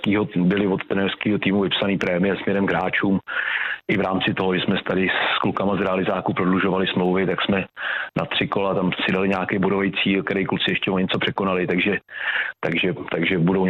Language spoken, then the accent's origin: Czech; Prague, Czechia; moved away; když jsem byl, řeknu, malý, tak jsem původem z Prahy